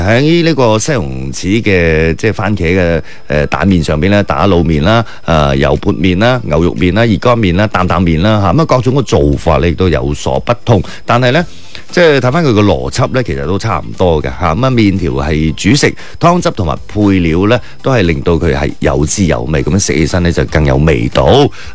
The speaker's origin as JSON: {"language": "Cantonese", "region": "Guangdong", "country": "China", "said": "我哋作为广东人"}